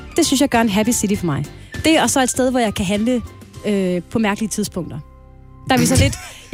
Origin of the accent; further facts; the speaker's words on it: Region of Southern Denmark, Denmark; now in Hvidovre, Denmark; Fordi jeg er jo fra Sønderjylland normalt.